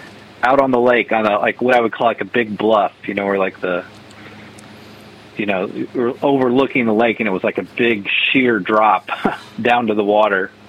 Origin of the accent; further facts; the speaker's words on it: Bridgman, Michigan, United States; growing up in Bridgman, Michigan